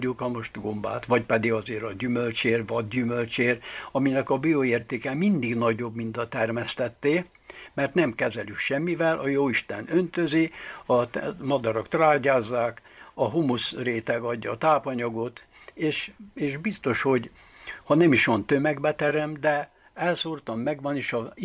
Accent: Baranya, Hungary; földműves családból származom, és hát anyai ágon a gyógyfűveken megismerkedve, ugye a nagyanyám tanított bennünket, mivel ő bábasszony volt, és gyógyfűvekkel gyógyított, így a növényeket, gombát, ott a mecsek lankáin hamar megismertük gyerekkorunkban.

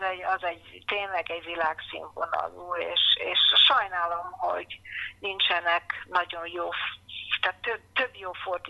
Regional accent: Canada; born there; first language English; Hungarian is a second language; mi évente jártunk nyaranta vissza Magyarországra, ugye én Kanadába születtem.

